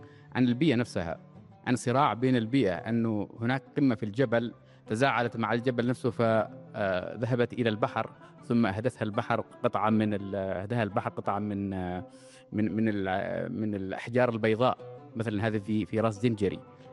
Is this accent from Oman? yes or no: yes; Dhofar, Oman; first language Shehri; Arabic is a second language; بالمناسبة أنا تعلمت اللغة العربية في الصف الأول بعمر 6 سنوات، لما تحدث العربية إلا في المدرسة كانت اللغة الأم هي الشحرية، وهي التي أعبر بها.